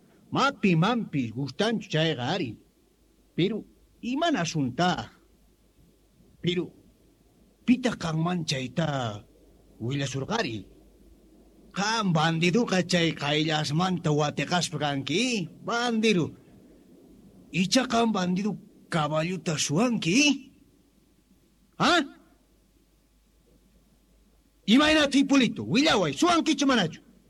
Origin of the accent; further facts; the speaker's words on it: Bolivia; Esto es también de nosotros, nuestras tierras. También somos bolivianos.